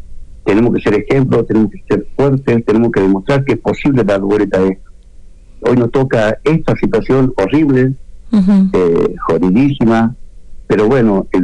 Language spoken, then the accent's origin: Spanish; Jujuy, Argentina